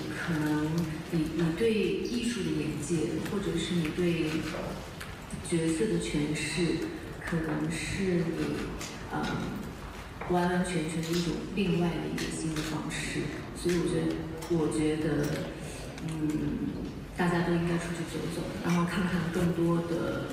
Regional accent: China; 虽然我是中国的演员

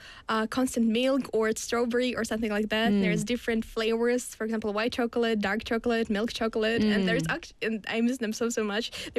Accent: Russia; English is a second language; now in South Korea; And actually, in my hometown, Russia is really spacious because there's a lot of space, and a very little amount of people.

